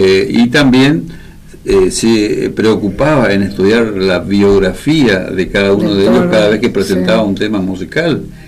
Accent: Villa Urquiza, Buenos Aires, Argentina; y también, aparte de tocayos, somos de Villa Urquiza

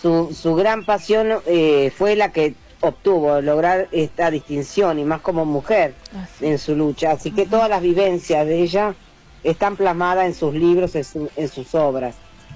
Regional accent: La Plata, Buenos Aires Province, Argentina; Y siempre lo hacemos desde La Plata, soy de La Plata porque ustedes lo saben muy bien.

